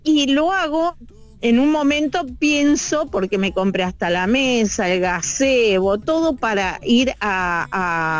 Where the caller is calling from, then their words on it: Florencio Varela, Buenos Aires Province, Argentina; Soy de Florencio Varela, ¿sí? Del barrio San Martín.